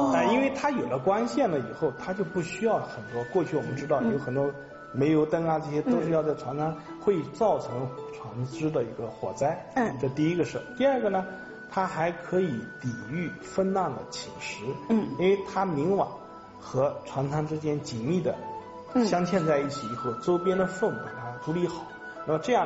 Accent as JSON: {"language": "Chinese", "country": "China"}